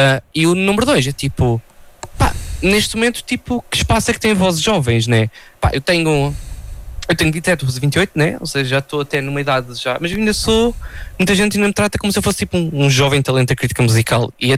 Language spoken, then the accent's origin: Portuguese; Portugal; eu vou dar um exemplo da minha terra, Cocoxães.